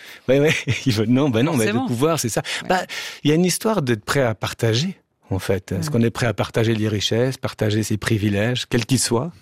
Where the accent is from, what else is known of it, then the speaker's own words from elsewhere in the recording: Switzerland; now in France; ça fait donc 25 ans, 20 ans que je suis en France. Je suis un Suisse en France et chaque fois que je dis que je suis Suisse